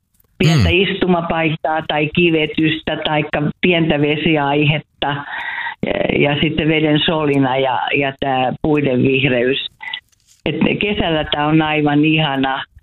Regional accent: Kotka, Kymenlaakso, Finland; Soittelen täältä kotikaupungistani Kotkasta.

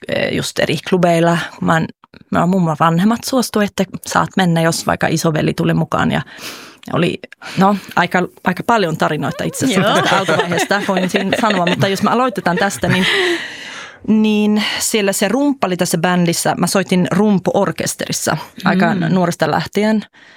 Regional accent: Gothenburg, Västra Götaland, Sweden; moved away; tämä bändi on Göteborgista, missä mä oon kotoisin.

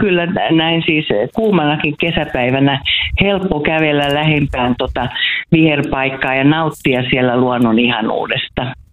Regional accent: Kotka, Kymenlaakso, Finland; Soittelen täältä kotikaupungistani Kotkasta.

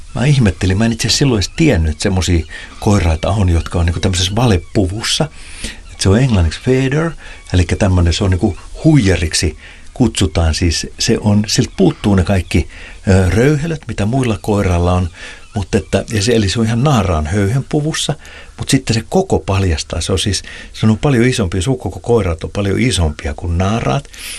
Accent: Pori, Satakunta, Finland; Mä muistan 80-luvulla, niin kun mä olen Porista kotoisin, niin siellä oli vielä suokukkoja soittimia.

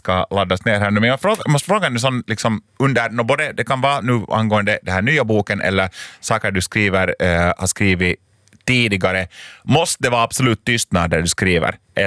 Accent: Lapinjärvi, Uusimaa, Finland; jag kommer själv från Östra Nyland, från Lappträsk

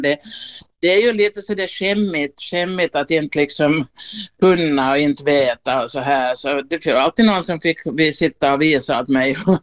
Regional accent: Vaasa, Ostrobothnia, Finland; Jag är ju hemma från Vasa och jag aldrig ätit kräftor under hela min uppväxttid.

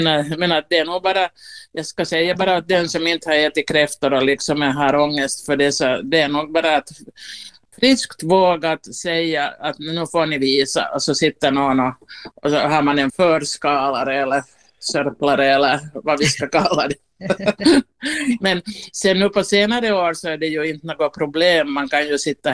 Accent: Vaasa, Ostrobothnia, Finland; Jag är ju hemma från Vasa

